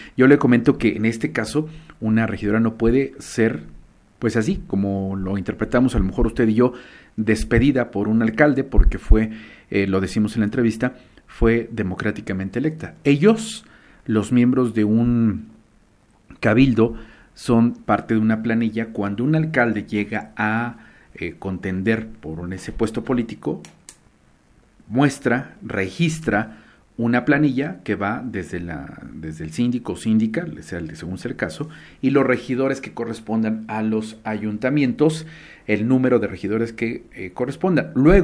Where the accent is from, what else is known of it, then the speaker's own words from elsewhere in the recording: Mexico; Si bien es cierto, nosotros debemos ser, por ser únicos como mexicanos